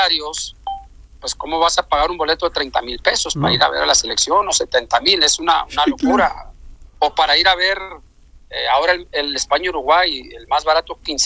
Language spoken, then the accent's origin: Spanish; Tepic, Nayarit, Mexico; also born or lived in Guadalajara; now in Monterrey, Mexico; estoy, Pepe, ahorita entre Tepic, mi ciudad natal, y Monterrey por cuestiones okay. de trabajo. Monterrey está mi familia.